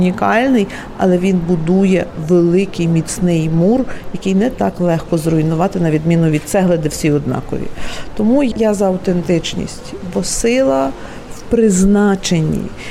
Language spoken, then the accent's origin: Ukrainian; Boryslav, Lviv Oblast, Ukraine; moved away; Я народилася в Бориславі. Борислав – це 100 кілометрів від Львова